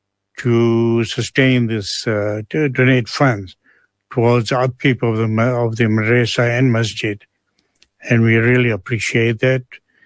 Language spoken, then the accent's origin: English; Johannesburg, Gauteng, South Africa; born there; moved away as an adult; also born or lived in Egypt; I was born in Johannesburg, to be more precise, Kliptown. And I grew up in a family of 12 children